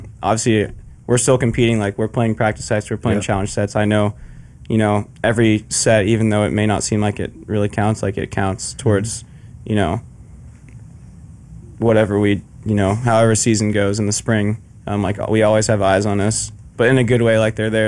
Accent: United States; moved away as an adult; now in California, United States; we're from Florida and North Carolina.

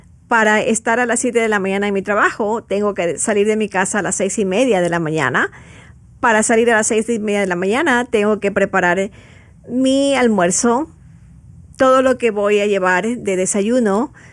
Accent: Ecuador; moved away; de donde yo vengo, que es de la parte del sur de América, yo soy de Ecuador.

